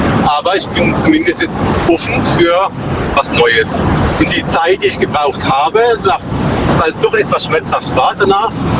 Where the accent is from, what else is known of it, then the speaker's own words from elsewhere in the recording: Baden-Württemberg, Germany; Aus der Nähe von Bruchsal.